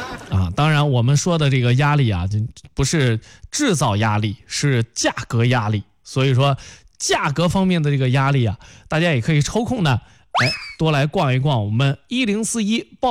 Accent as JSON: {"language": "Chinese", "region": "Henan", "country": "China", "said": "这咱作为河南人啊，很少有机会能尝到这个云南的菌子啊。"}